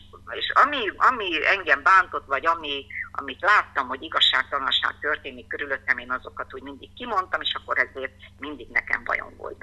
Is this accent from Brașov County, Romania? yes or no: yes; Hoghiz, Brașov County, Romania; Én meg ott születtem Old Hévízen.